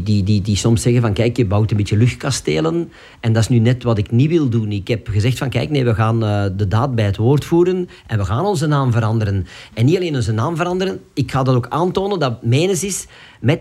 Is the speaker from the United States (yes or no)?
no; Turnhout, Flanders, Belgium; Ja, ik ben van Turnhout afkomstig. Als je vraagt Turnhout is wel bekend van de speelkaarten, maar ook van Soudal.